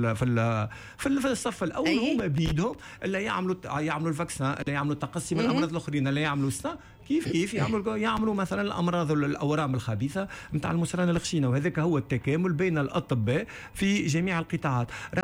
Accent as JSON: {"language": "Arabic", "country": "Tunisia"}